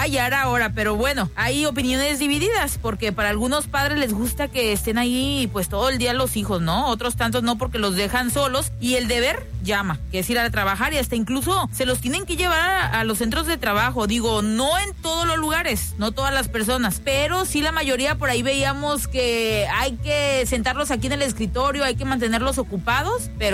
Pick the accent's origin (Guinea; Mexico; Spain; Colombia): Mexico; Bien puesta, Yeyo, por supuesto, que como buena mexicana debemos celebrar.